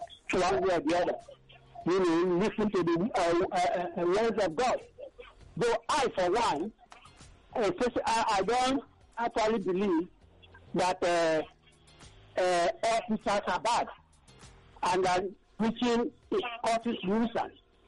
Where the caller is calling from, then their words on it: Nigeria; I'm calling from Abaraja in the country.